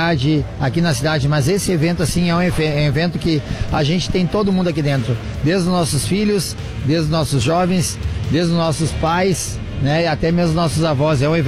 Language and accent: Portuguese; Rio Grande do Sul, Brazil; A gente é gaúcho de coração, de sangue, de tudo, não deixa de ser gaúcho por não estar pilchado.